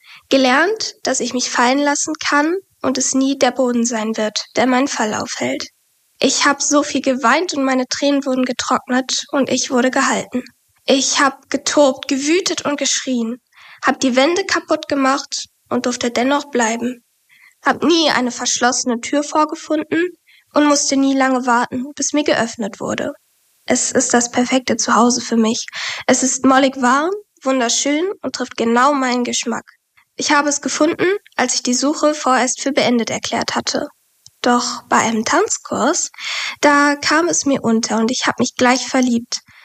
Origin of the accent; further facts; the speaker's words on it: Essen, North Rhine-Westphalia, Germany; ich bin 20 Jahre alt. Ich komme gebürtig aus Essen und studiere in Bochum